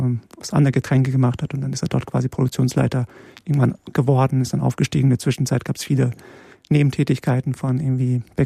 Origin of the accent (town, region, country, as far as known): Poland